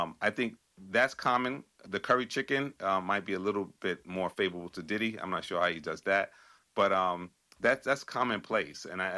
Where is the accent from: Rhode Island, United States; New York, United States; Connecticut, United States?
New York, United States; we grew up in New York, we grew up on Link Up Radio